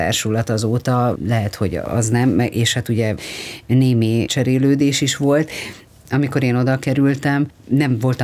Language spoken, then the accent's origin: Hungarian; Hajdúhadház, Hajdú-Bihar, Hungary; én a Hajdúadházon nőttem föl, és a Debreceni Színházban volt bérletünk